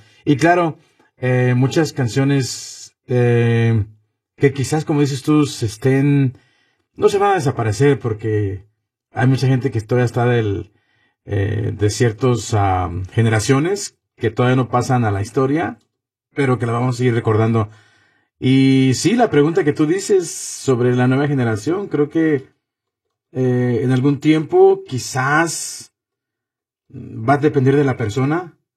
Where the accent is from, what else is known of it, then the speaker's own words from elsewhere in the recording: Mexico; moved away; Porque yo soy de México y también cada estado tiene su música que tú reconoces.